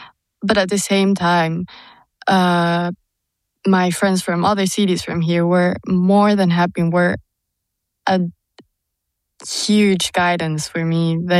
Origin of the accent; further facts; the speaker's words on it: Lima, Peru; English is a second language; now in Germany; Okay, so I'm from Lima. This German school in Lima, and I feel like therefore we always had this encouragement to study in Germany, move here